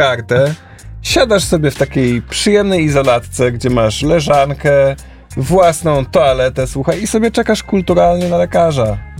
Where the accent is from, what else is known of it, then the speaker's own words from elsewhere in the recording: Warsaw, Masovian Voivodeship, Poland; jako my warszawiacy